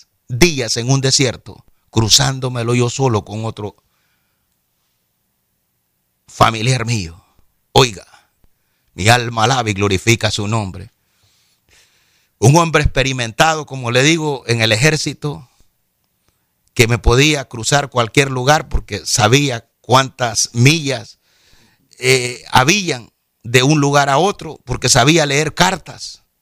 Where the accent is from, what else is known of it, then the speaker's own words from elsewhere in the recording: El Salvador; moved away as an adult; now in United States; de donde venía, de mi tierra, El Salvador.